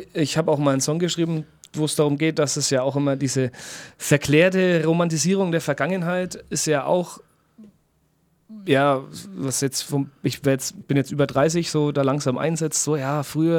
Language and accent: German; Wachendorf, Germany; Auf der Rückseite ist ein Baum, der steht in meinem Heimatdorf, in Wachendorf.